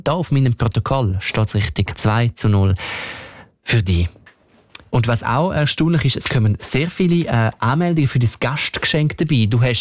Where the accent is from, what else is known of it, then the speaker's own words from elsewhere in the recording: Italy; Als Italiener würde mich das noch mehr stressen.